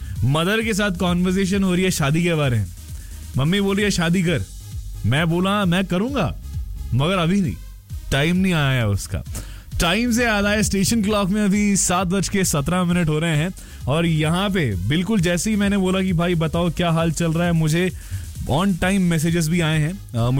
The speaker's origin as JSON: {"language": "Hindi", "region": "Delhi", "country": "India", "tie": "born or raised there", "said": "तो गर्मी से ऐसे डरते नहीं है, और हम तो दिल्ली में पले बड़े हैं भाई, वहाँ पे तो गर्मी तो छोटी बात है हमारे लिए।"}